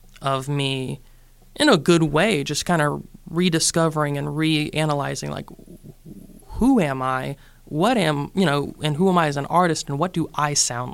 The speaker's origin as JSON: {"language": "English", "region": "South Carolina", "country": "United States", "tie": "born or raised there", "also_born_or_lived": "New York"}